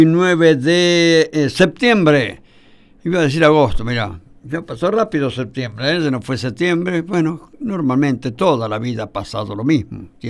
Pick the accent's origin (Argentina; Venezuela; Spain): Argentina; Remedios de Escalada, Buenos Aires Province; No, Villa Diamante pertenece a Lanús, pero yo no me crié en Villa Diamante, me crié en Remedios de Escalada, a 4 cuadras de la cancha de Lanús, 6 cuadras